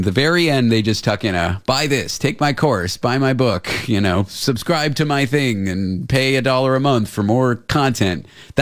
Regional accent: Canada; now in United States; yeah, I mean, I'm from Canada. I live in the US.

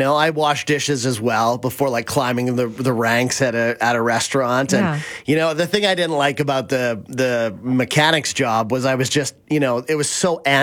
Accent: Abbotsford, British Columbia, Canada; Like, I grew up in Abbotsford, right? And all my friends did that all summer.

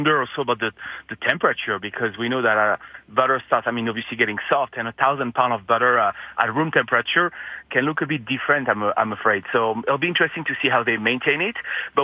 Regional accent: southwest France, France; it's been a dream of mine for many years to showcase my hometown and where I come from, because it's still the south of France, but not the as glamorous or fancy French Riviera, because I'm on the west side.

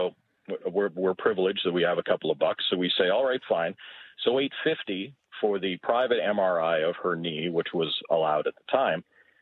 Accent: Alberta, Canada; moved away as an adult; also born or lived in Newfoundland; I grew up in Alberta, but we were living in Newfoundland at the time.

